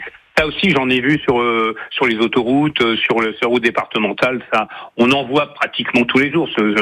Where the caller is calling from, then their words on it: Nantes, Pays de la Loire, France; Oui, alors je suis de Nantes. J'habite en plein centre de Nantes. Je suis à 20 mètres du tram.